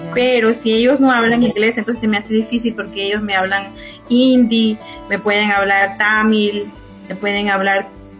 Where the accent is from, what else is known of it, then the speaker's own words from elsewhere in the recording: Piura, Peru; pero yo que soy del norte, de Piura, estoy con la risotada, estoy siempre hablando, molestando.